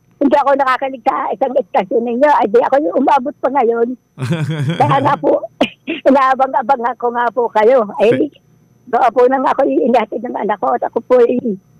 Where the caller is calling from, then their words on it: Lucena, Calabarzon, Philippines; Kaga-ilayang Iyam po, Lucina Sique